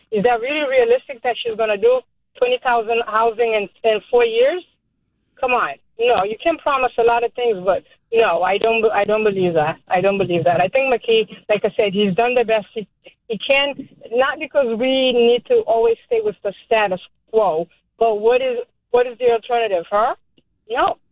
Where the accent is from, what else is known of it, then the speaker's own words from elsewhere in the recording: Cape Verde; I'm Cape Verdean.